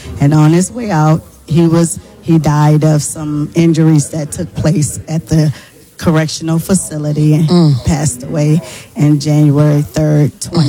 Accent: Buffalo, New York, United States; and I'm here from Buffalo, New York, representing my son Terrell that's here

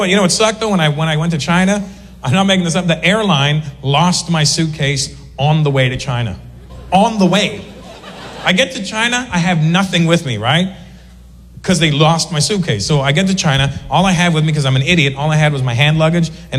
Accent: Canada; You're from India. You're going to hell. I'm from Canada. That's how Canadians smell.

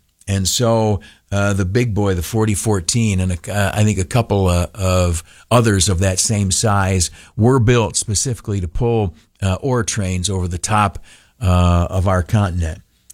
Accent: United States; moved away; my hometown of Canastillo

